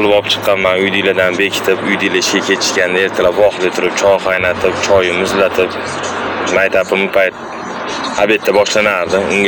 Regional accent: Tashkent, Uzbekistan; biz Qoraqamishda tug'ilib qotdi bo'lganmiz.

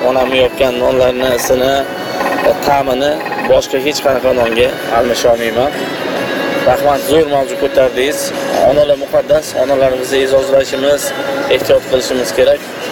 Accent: Fergana Valley, Uzbekistan; born there; now in Tashkent Region, Uzbekistan; men o'zim hozirgi kunda Toshkent viloyatida yashayman. Asli vodiyda tug'ilganman.

